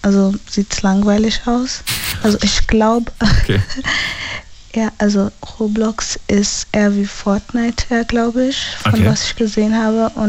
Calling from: Landau, Rhineland-Palatinate, Germany

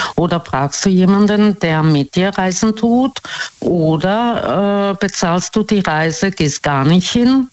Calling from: Karlsruhe, Baden-Württemberg, Germany; Ja, oh, ich freue mich. Ich komme aus Karlsruhe

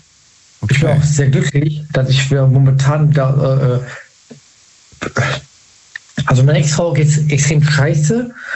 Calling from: Solingen, North Rhine-Westphalia, Germany; Ich komme aus Solingen. Grüß dich.

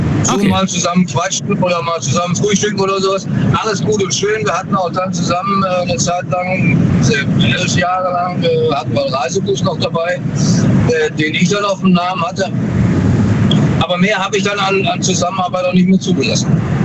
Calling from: Germany; Ich bin aus Feldenz.

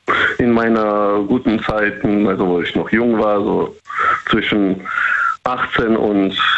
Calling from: Bruchmühlbach, Rhineland-Palatinate, Germany; Ich rufe aus Rheinland-Pfalz an.

